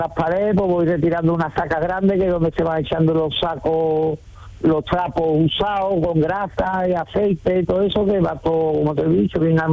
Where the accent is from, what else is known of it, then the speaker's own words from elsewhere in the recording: Montequinto, Andalusia, Spain; Yo soy de toda la vida de Dios, de Montequinto.